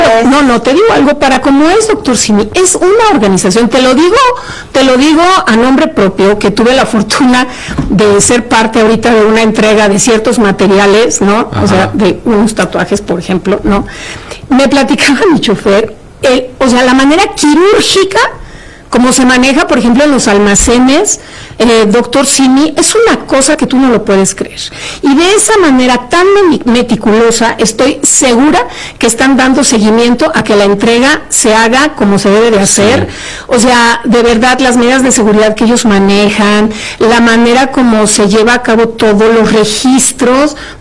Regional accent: Mexico; a mí como mexicana me llena de orgullo

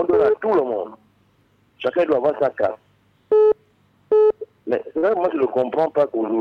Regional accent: Gabon; born there; je suis né à Mélinet.

